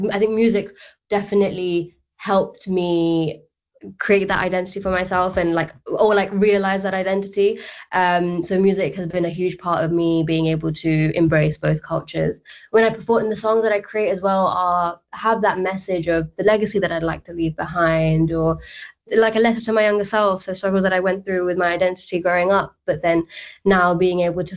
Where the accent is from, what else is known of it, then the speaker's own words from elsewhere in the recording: United Kingdom; first language Telugu; English is a second language; not Punjabi myself, even though I grew up with a lot of that kind of music in the British Asian scene. My mother tongue is Telugu.